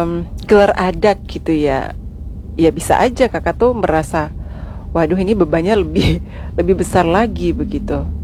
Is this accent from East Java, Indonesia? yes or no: no; Maluku, Indonesia; saya juga anak Kaibobo gitu dan juga sebagai putri pariwisata Maluku saat ini.